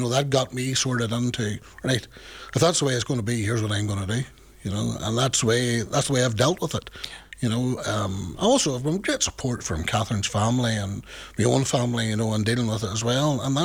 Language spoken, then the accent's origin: English; Bellaghy, Northern Ireland, United Kingdom; I'm so lucky because I come from Blighy.